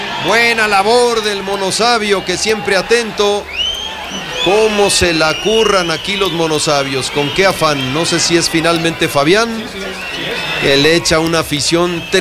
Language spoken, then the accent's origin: Spanish; Mexico; como decimos en México